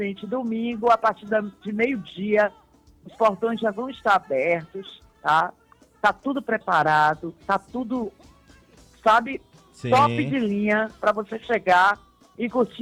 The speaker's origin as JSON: {"language": "Portuguese", "town": "Itabuna", "region": "Bahia", "country": "Brazil", "tie": "born there", "also_born_or_lived": "Salvador / Rio de Janeiro", "said": "é Itabuna, sul da Bahia. A minha segunda casa é Salvador, né?"}